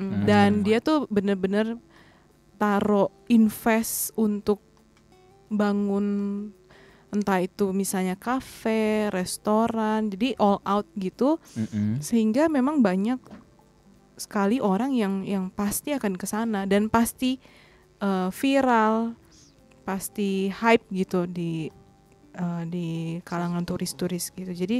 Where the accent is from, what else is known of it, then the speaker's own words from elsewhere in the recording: Java, Indonesia; Iya, apalagi aku dari Pulau Jawa, aku sukanya Bali.